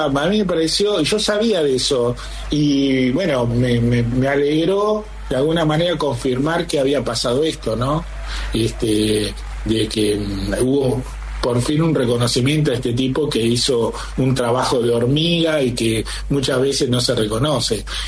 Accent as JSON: {"language": "Spanish", "town": "Caseros", "region": "Buenos Aires Province", "country": "Argentina", "tie": "born or raised there", "said": "era de Caseros, donde yo nací."}